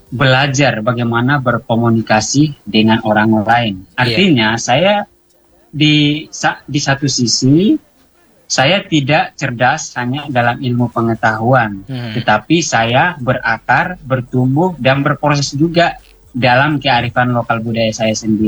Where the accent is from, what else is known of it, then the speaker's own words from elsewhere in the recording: East Nusa Tenggara, Indonesia; moved away as an adult; saya juga tahu diri saya berasal dari etnis atau suku Dawan Timur. Sebagai orang Timur